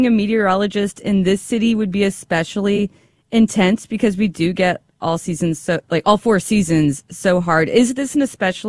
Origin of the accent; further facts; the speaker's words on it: Kansas City, United States; I'm from Kansas City and I never really thought about that, but it kind of makes me proud.